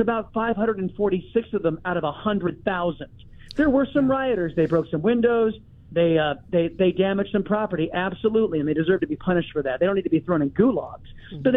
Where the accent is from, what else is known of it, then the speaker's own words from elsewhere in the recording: San Diego, California, United States; moved away as an adult; now in Texas, United States; Yes, born and raised in San Diego, graduate of Poway High School.